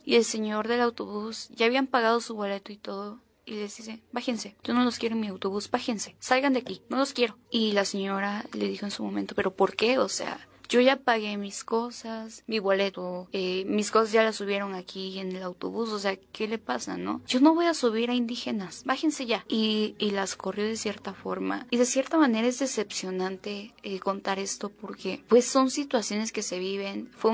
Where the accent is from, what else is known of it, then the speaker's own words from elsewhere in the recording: Mexico; somos hermanos mexicanos